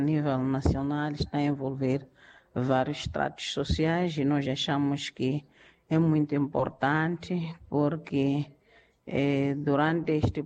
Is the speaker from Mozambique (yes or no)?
yes; Mozambique; Nós, como moçambicanos